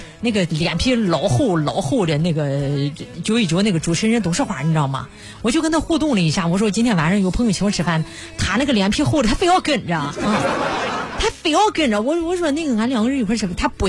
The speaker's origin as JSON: {"language": "Chinese", "region": "Shandong", "country": "China", "tie": "born or raised there", "first_language": "Shandong dialect", "moved": "yes", "lives_now": "Xuzhou, China", "said": "家乡话是徐州话。彭城语是，家乡话是山东话，我生在山东的一个小山村，那里有我的父老乡亲，哎，徐州是我的第二故乡，我是个新徐州人，我的老家是山东，"}